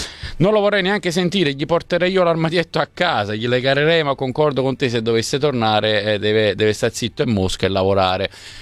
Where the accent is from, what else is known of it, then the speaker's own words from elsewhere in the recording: Naples, Campania, Italy; accent: Neapolitan; moved away; io cerco di mascherarlo il mio accento, ma no, perché mi vergogno, io sono fiero e orgoglioso. Pensate che io sto qua dal 2009, ma sono io che ho insegnato il napoletano a Santarelli, e Santarelli prova a insegnarmi il livornese